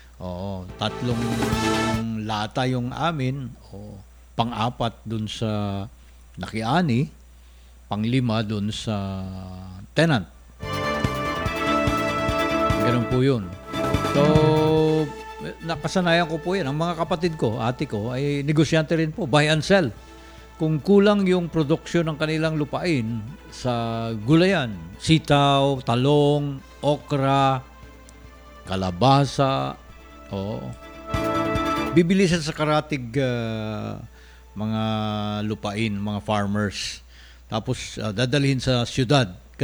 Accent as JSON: {"language": "Tagalog", "region": "Davao Region", "country": "Philippines", "tie": "born or raised there", "moved": "yes", "said": "So, yung paggugulay, pagtatanim, palayan, maisan doon sa amin sa Davao, malawak po yung lupain ng tatay ko, mahigit 20 hectares."}